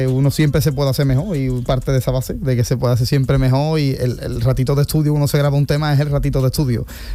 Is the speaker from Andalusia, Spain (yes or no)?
yes; Seville, Andalusia, Spain; Yo soy de Sevilla, de Amate, de un barrio de Amate. De Amate. Del barrio de Amate.